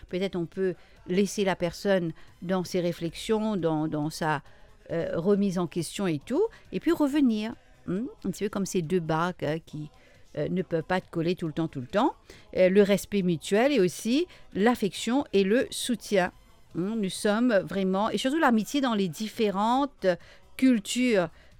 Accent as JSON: {"language": "French", "country": "Mauritius", "said": "j'ai un ami quelque part dans ce monde-là, mais qui est chez moi à Maurice."}